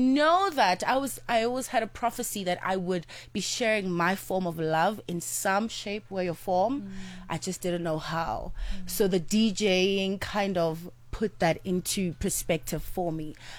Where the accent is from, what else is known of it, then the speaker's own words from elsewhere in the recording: Cape Town, Western Cape, South Africa; also born or lived in Johannesburg; So I swear I come from, I'm from Cape Town. I was born here in Johannesburg, of course. But most of my life, I've groomed in Cape Town. My entire family is there now.